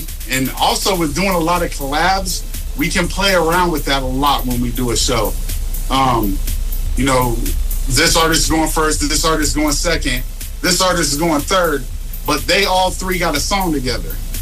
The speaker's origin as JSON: {"language": "English", "town": "Mansfield", "region": "Ohio", "country": "United States", "tie": "born or raised there", "said": "Mansfield, Ohio, which is my hometown."}